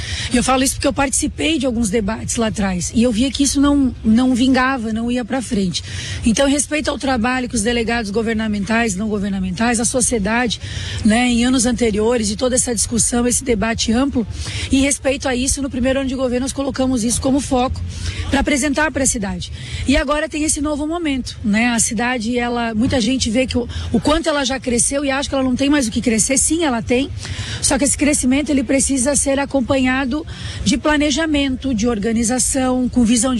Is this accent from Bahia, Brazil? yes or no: no; Balneário Camboriú, Santa Catarina, Brazil; born there; uma cidade, que é a minha terra natal, uma cidade que é referência em pontos positivos aí, mundo afora